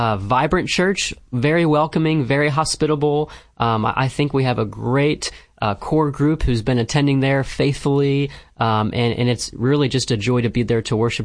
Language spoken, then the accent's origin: English; West Virginia, United States; moved away as an adult; now in Ohio, United States; Yeah, so originally I'm from West Virginia. I grew up in West Virginia, about an hour outside of Washington, D.C.